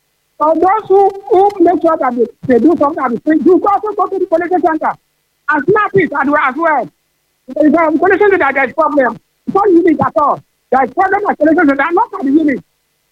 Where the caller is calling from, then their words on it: Nigeria; from Akpata.